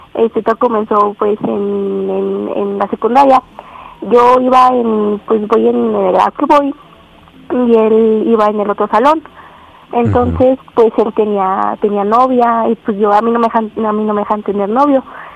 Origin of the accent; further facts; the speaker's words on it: State of Mexico, Mexico; Tengo 13 años y soy del Estado de México.